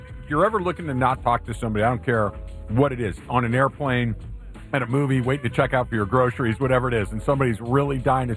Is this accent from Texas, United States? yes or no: no; Philadelphia, Pennsylvania, United States; when I was growing up in Philly